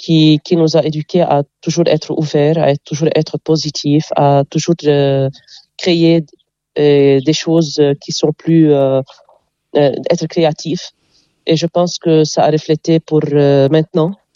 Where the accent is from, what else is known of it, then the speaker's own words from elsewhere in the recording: Jounieh, Keserwan-Jbeil, Lebanon; Et puisque je suis de Jounieh, vous voyez, l'élève ou bien l'enfant dépend de son environnement. À Joigny, il y a la plage, il y a la mer. Donc, je pense que les vagues, quand je méditais, les vagues dès mon enfance